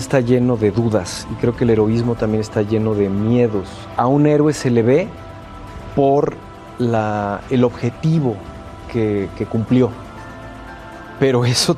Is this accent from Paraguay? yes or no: no; Mexico